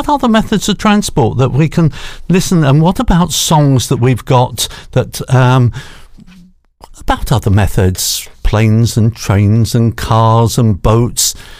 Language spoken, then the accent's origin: English; London, United Kingdom; born there; I was born up in London